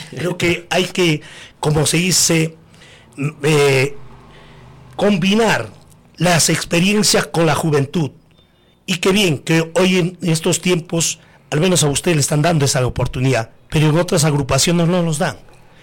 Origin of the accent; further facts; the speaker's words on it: Coracora, Ayacucho, Peru; como coracoreño, como parinacochano